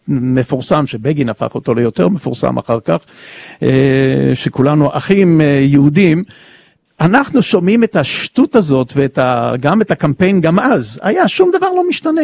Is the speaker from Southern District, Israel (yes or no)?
yes; Ashkelon, Southern District, Israel; אני גדלתי באשקלון, כל אחד מאיתנו שמגיע מהפריפריות